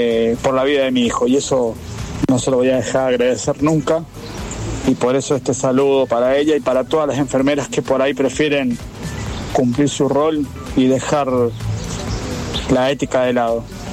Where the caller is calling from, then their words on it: Chaján, Córdoba, Argentina; Desde Río Cuarto, desde Chaján, Río Cuarto, a la par de la ruta 8 … te habla.